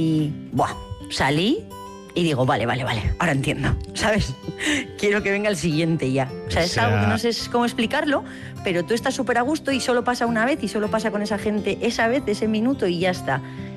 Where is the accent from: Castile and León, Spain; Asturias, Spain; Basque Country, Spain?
Basque Country, Spain; Beasain; also born or lived in Ordizia / Tolosa; Yo soy de Beasain. Bueno, a ver, sí, yo soy del Goierri. Decir solo de Beasain ya se me queda corto, porque ya he vivido... Yo creo que lo mismo en Beasain, en Ordizia, en Tolosa también he vivido.